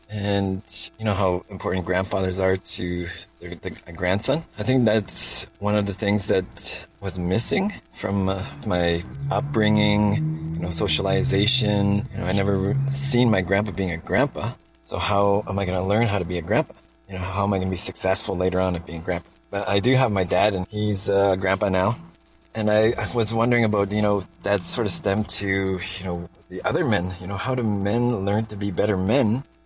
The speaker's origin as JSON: {"language": "English", "region": "Ontario", "country": "Canada", "said": "I'm from the Moose Cree First Nation. It's located in, I guess, the southern tip of James Bay in Ontario."}